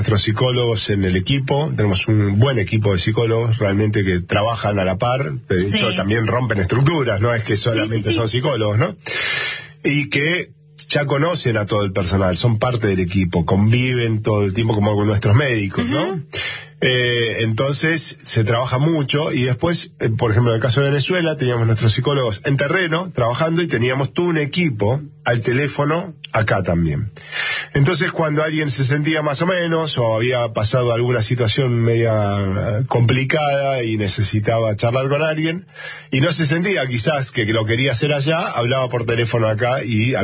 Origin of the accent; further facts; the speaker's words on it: Argentina; Somos argentinos, somos de sangre caliente, no somos tibios.